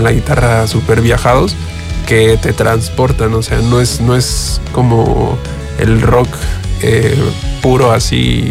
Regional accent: Veracruz, Mexico; siendo de Veracruz, hay mucho mucha música como autóctona, ¿no? Yo soy del norte de Veracruz, cerca de Papantla.

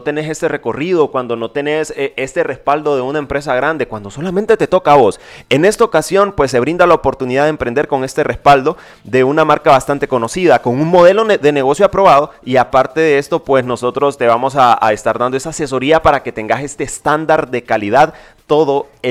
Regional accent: Honduras; nos denomina como hondureños

